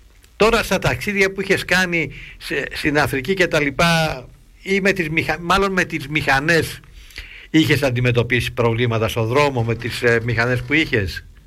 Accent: Mani, Peloponnese, Greece; Είμαι από τη Μάνη.

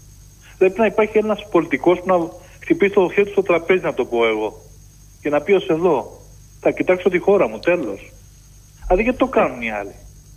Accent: Piraeus, Attica, Greece; από Πειραιά

